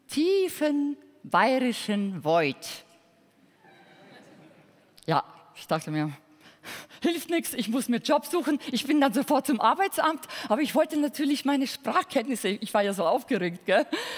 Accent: Kazakhstan; now in Germany; Und zwar, ich komme ursprünglich aus Kasachstan. Wir haben damals in unserer Familie wirklich sehr, sehr viel Deutsch gesprochen.

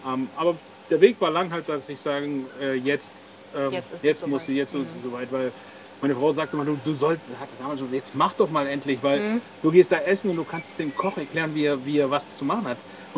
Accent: Tettnang, Baden-Württemberg, Germany; ich bin aus Tettnang, aus der schönen Hopfenstadt.

